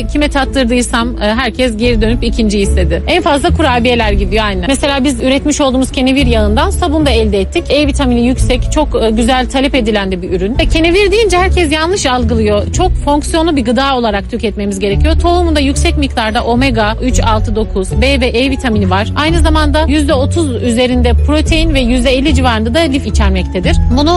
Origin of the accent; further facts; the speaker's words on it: Amasya, Turkey; born there